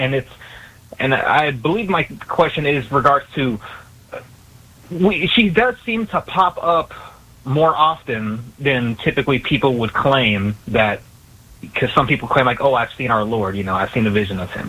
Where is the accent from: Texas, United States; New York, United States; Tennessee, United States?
Texas, United States; growing up in Southern Texas, like, there's predominantly Hispanic demographic, and you see images of, Lady Guadalupe everywhere. And, growing Southern Baptist